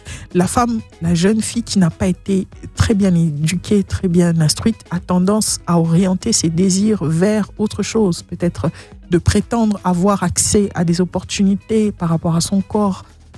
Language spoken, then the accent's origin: French; Kinshasa, DR Congo; born there; Et mon fief, c'est Bandal. Tout à l'heure, vous avez mis, j'ai entendu la chanson de … donc c'est un grand frère qui m'a vu naître dans le même quartier.